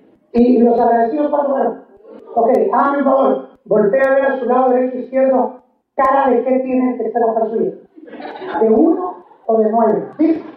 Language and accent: Spanish; Guatemala; Fíjense que en mi país, Guatemala, usted quiere comer algo, solo tiene que hacer esto